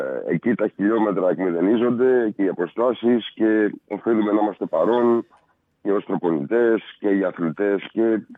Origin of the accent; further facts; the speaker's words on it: Piraeus, Attica, Greece; moved away as an adult; now in Patras, Greece; εγώ είμαι από Πειραιά, μεγάλωσα στην Πειραιά. Επαγγελματικές υποχρεώσεις με έφεραν στην Πάτρα.